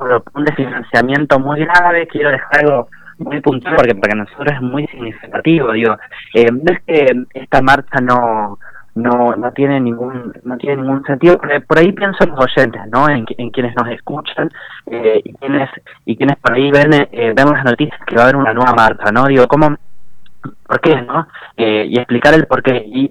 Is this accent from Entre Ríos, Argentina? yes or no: yes; San Salvador, Entre Ríos, Argentina; moved away as an adult; now in Paraná, Argentina; Yo soy de San Salvador, Entre Ríos, una ciudad cerca de Concordia.